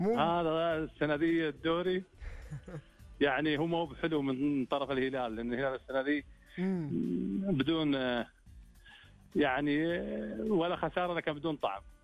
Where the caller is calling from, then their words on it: Riyadh, Riyadh Province, Saudi Arabia; من الرياض.